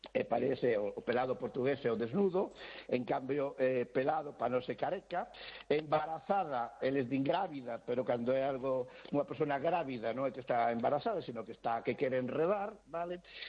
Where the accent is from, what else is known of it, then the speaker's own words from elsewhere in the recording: Galicia, Spain; pero se usted é portugués, non, son galego, estou unha beiriña e tal.